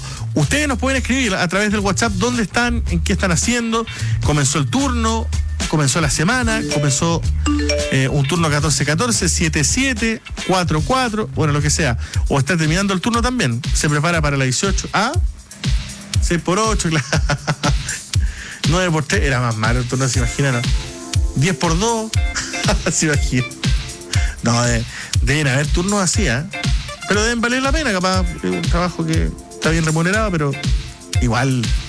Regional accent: Punta Arenas, Magallanes and Chilean Antarctica, Chile; Magallanes, Punta Arenas, lindo lugar. Mi ciudad natal.

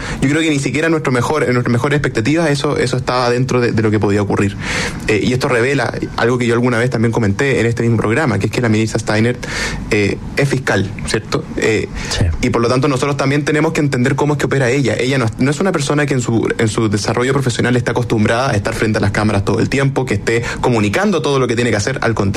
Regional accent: Chile; Aquí somos todos chilenos

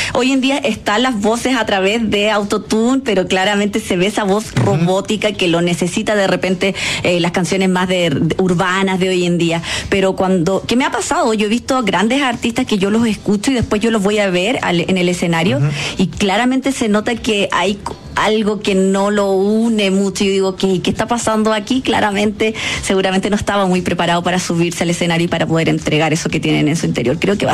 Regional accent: Chile; Yo vengo del desierto de Atacama y de ahí están todas nuestras mujeres ahí con esos mensajes importantes, conectando con la inmensidad del desierto.

